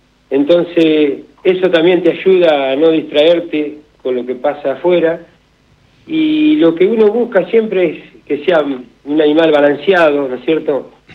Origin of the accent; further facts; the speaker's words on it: Benito Juárez, Buenos Aires Province, Argentina; also born or lived in Necochea; Mirá, yo nací en Necochea, una familia trabajadora, y a los 8 años a mi padre lo trasladan a Juárez, y bueno, a un campamento de vialidad, él trabajaba en vialidad.